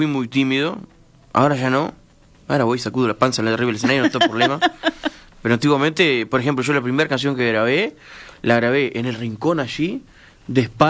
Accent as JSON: {"language": "Spanish", "town": "Mendoza", "region": "Florida", "country": "Uruguay", "said": "Yo soy de Mendoza, ahí Florida."}